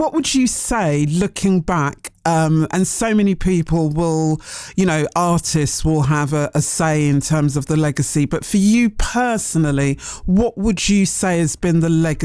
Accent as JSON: {"language": "English", "region": "London", "country": "United Kingdom", "said": "Just finally, I'm from North London. I know that the House of Mobo is in South London, as they say."}